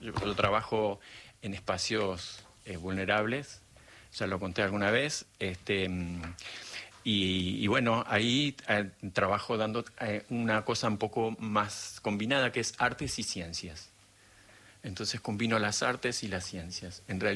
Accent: Bariloche, Río Negro, Argentina; also born or lived in El Manso; pasé de la escuela alemana de Bariloche, yo nací en Bariloche, a la Escuela Rural del Manso.

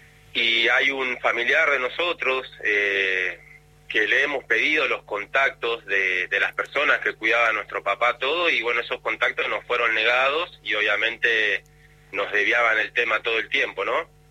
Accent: Buenos Aires, Argentina; yo estaba acá, yo soy de acá de Boedo, en Capital Federal.

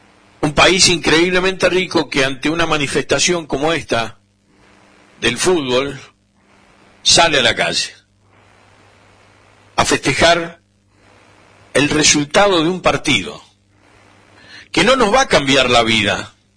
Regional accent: Argentina; Somos todos iguales. Somos argentinos.

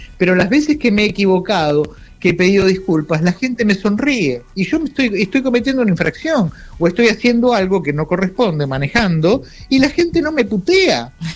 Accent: Buenos Aires, Argentina

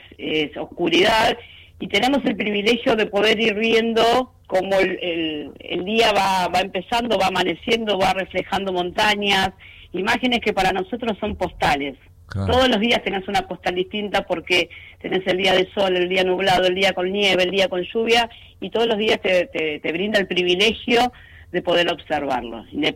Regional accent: Buenos Aires, Argentina; now in Ushuaia, Argentina

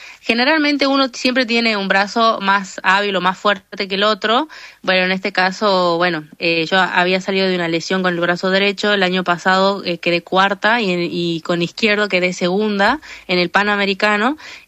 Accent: San Miguel de Tucumán, Tucumán, Argentina; accent: northern (norteña); now in Yerba Buena, Argentina; De Tucumán, bueno, toda mi vida viví en Tucumán capital. Y ahora vivo en Yerba Buena, que es como a 20 minutos de capital.

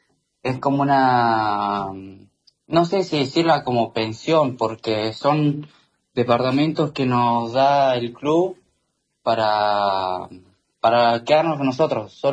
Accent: Trevelin, Chubut, Argentina; now in Italy; Y la idea es seguramente ir de vacaciones a mi pueblo, a Trevelin.

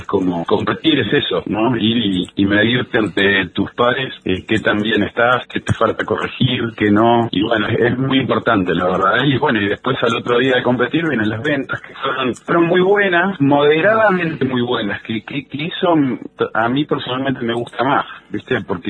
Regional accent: Chubut, Argentina; porque si bien somos patagónicos, honestamente Río Negro y Chubut no tenían mucha relación

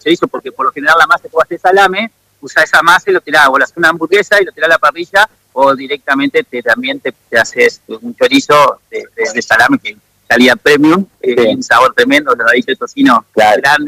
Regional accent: Viale, Entre Ríos, Argentina; born there; yo tenía acá a 50 kilómetros, donde nací en Viale, tengo ciclo 2

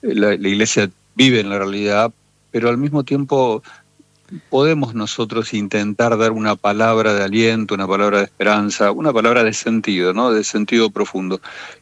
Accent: Argentina; así como vengo yo de la Argentina

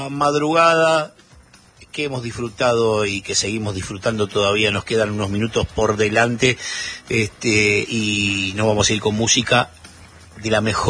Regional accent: Córdoba, Argentina; Soy cordobés.

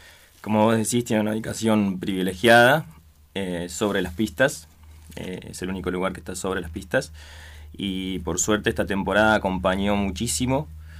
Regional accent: El Bolsón, Río Negro, Argentina; born there; nos criamos ahí

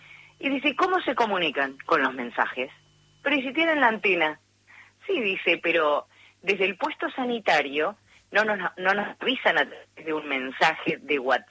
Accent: Trelew, Chubut, Argentina; born there; Trelew, Chubut, nací yo.

